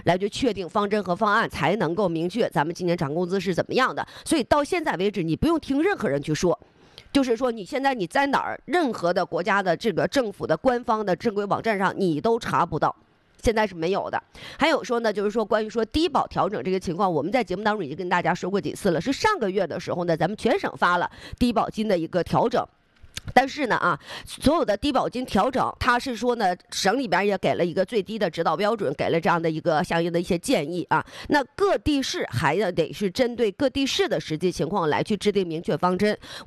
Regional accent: Northeast China, China; 像咱们东北话讲破闷儿

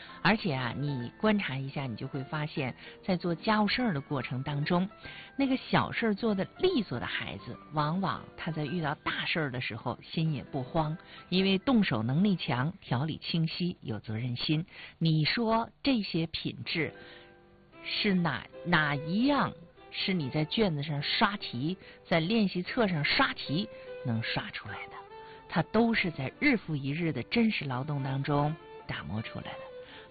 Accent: Northeast China, China; 看看那个冒着热气的锅里咱们东北人喜欢的大饼子它是怎么烙出来的煎出来的，是不是啊？

